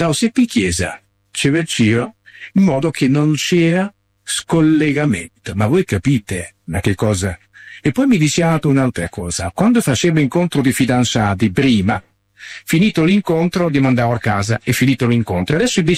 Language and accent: Italian; Bologna, Emilia-Romagna, Italy; Siccome sono bolognese, mi picco di dire che c'è qualcosa di buono anche a Bologna.